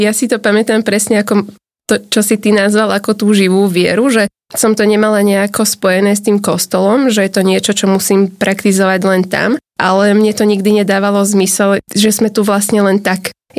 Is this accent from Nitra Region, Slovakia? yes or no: yes; Dubník, Nitra Region, Slovakia; born or raised there